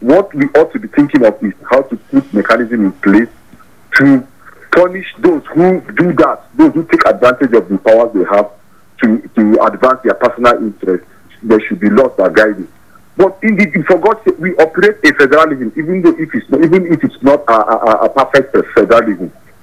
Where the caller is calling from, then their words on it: Nigeria; Yeah, it's …. I'm calling you from Shaka.